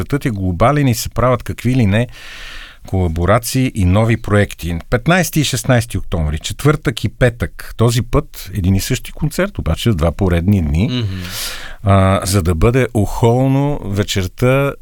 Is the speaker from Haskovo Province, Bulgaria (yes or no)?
no; Sofia, Sofia City, Bulgaria; И аз му казах от София